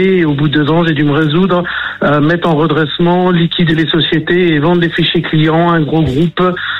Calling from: Toulouse, Occitanie, France; J'ai 48 ans et je suis à Toulouse.

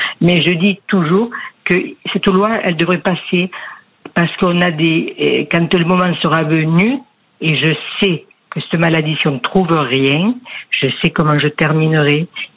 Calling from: Saint-Saturnin-lès-Avignon, Provence-Alpes-Côte d'Azur, France; De Vaucluse, c'est Saturnin.

